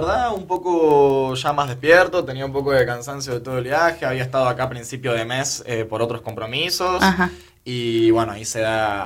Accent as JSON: {"language": "Spanish", "town": "Ushuaia", "region": "Tierra del Fuego", "country": "Argentina", "said": "Soy de Ushuaia."}